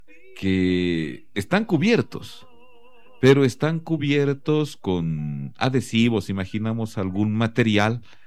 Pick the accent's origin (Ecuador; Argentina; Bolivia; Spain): Bolivia; aquí todos somos bolivianos.